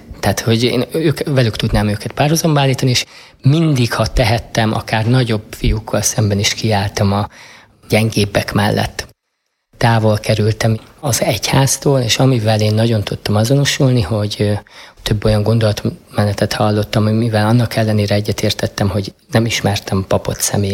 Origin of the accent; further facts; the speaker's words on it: Pásztó, Nógrád, Hungary; born there; Pászton születtem. Ez egy palócvidék, szinte mindenki katolikus, és a mi családunk is, mind apai, mind anyai ágon római katolikusok, kivételt képeznek a szüleim.